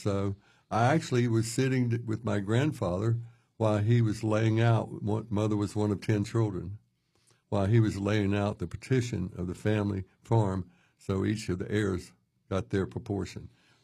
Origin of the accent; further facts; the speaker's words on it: Charlotte, North Carolina, United States; Well, I grew up in Charlotte, but my mother's family is from Stokes County originally